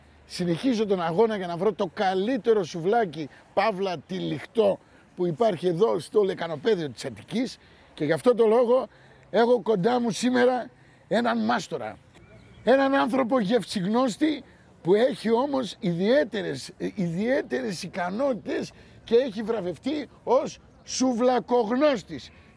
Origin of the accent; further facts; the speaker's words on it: Thessaloniki, Central Macedonia, Greece; moved away; από την πόλη μου, από τη Θεσσαλονίκη